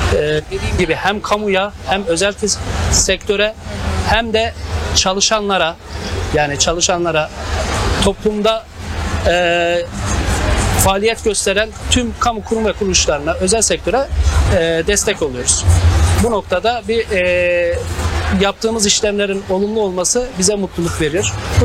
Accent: Kars, Turkey; born there; also born or lived in İzmir; now in Aydın, Turkey; 10 Ekim 1991 Kars doğumluyum.

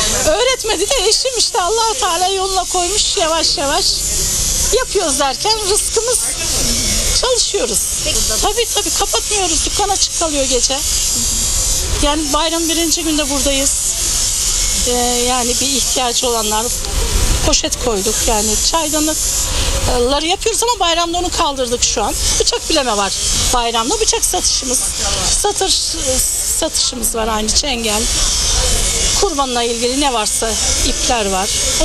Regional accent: Yatağan, Denizli, Turkey; Denizli Yatağan. Biz Denizli Yatağanlıyız. Acıbayanma ilçesi. Yatağan mahallesi oluyor.

